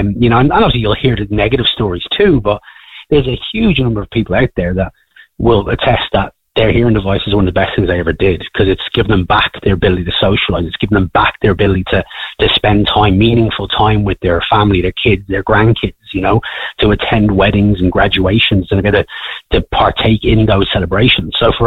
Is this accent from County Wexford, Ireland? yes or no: no; County Wicklow, Ireland; I'm from Wicklow originally.